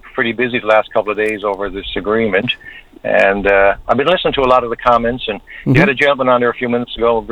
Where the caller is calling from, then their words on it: Newfoundland and Labrador, Canada; As a Newfoundlander